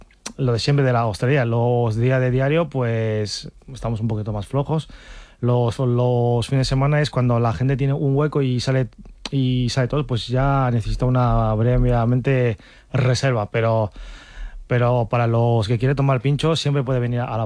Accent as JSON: {"language": "Spanish", "country": "China", "moved": "yes", "lives_now": "Castile and León, Spain", "said": "yo soy de China"}